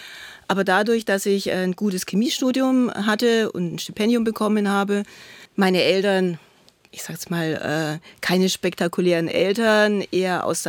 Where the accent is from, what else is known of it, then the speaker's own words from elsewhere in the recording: Hof, Bavaria, Germany; ich bin in Hof aufgewachsen, das war damals noch das Dreiländereck.